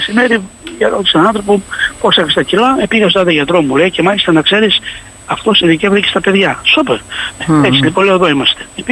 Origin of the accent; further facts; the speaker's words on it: Katouna, Western Greece, Greece; born there; now in Thessaloniki, Greece; να ακουστώ και στην πατρίδα μου, την Λοκαρνανία.